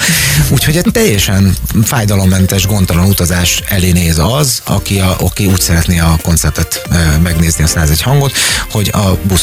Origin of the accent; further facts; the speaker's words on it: Hungary; now in Budapest agglomeration, Hungary; mivel magam is vidéki vagyok, sőt most is csak az agglomerációban élek, itt Budapest közelében